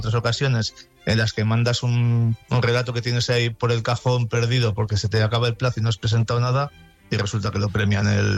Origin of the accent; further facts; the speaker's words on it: Haro, La Rioja, Spain; en el certamen San Felices del Bilibio, que además es de mi pueblo, en Aro, me dieron mi peso en vino.